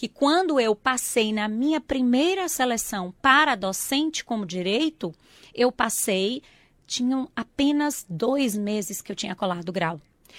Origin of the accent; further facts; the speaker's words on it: João Dourado, Bahia, Brazil; moved away; also born or lived in Irecê; eu fui nascer na cidade próxima, porque a cidade da qual eu sou natural, ela não tinha maternidade. Então, eu sou natural de Irecê, mas a minha cidade é João Dourado. Ali, nós tínhamos uma condição de vida muito simples.